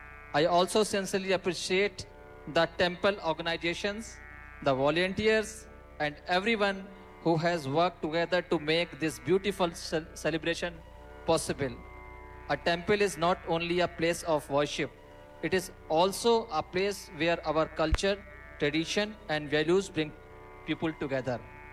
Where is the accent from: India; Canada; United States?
India; moved away; I come from India and being here in Trinidad and Tobago, so far away from our motherland